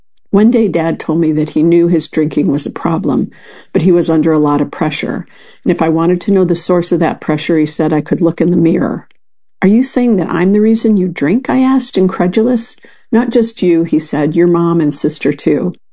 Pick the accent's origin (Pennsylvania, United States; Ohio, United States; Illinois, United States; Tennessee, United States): Tennessee, United States; Nashville; born there; I was born in Nashville, the younger of two kids.